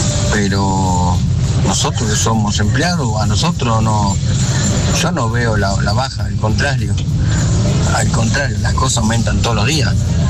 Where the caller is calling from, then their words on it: Argentina; acá de La Hermosura.